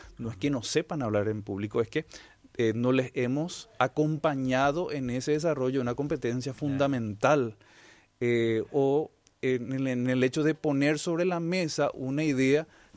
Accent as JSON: {"language": "Spanish", "country": "Paraguay", "said": "siguen siendo tan paraguayos como nosotros, ¿verdad?"}